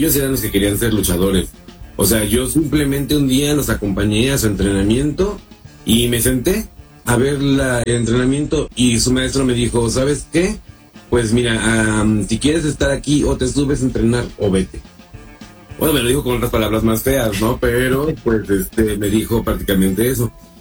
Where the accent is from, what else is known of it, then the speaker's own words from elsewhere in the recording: Xico, Veracruz, Mexico; now in Mexico City, Mexico; y pues también soy de Jico, Veracruz. La verdad, pues estoy viviendo en Ciudad de México